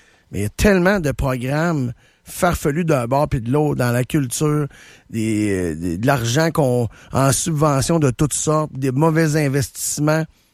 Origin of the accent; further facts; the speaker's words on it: Canada; Je pense qu'on va devoir, en tant que Canadien, de faire des concessions au niveau de l'automobile